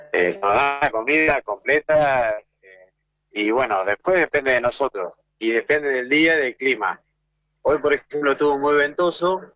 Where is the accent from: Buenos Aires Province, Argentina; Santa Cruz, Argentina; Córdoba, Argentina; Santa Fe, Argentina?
Buenos Aires Province, Argentina; Olavarría; now in Las Flores, Argentina; Me fui a Olavarría a vivir, porque yo soy de Olavarría. Y volví a Las Flores de vuelta, así que hace 3 años que estoy acá, que me vine a Las Flores.